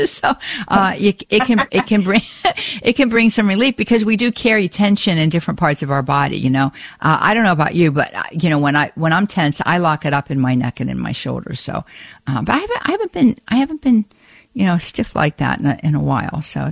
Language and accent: English; Pittsburgh, Pennsylvania, United States; growing up in the Pittsburgh area